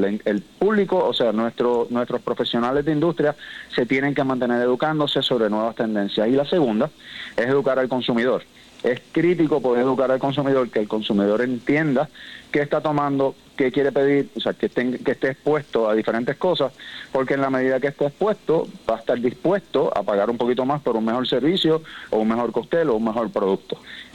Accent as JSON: {"language": "Spanish", "country": "Puerto Rico"}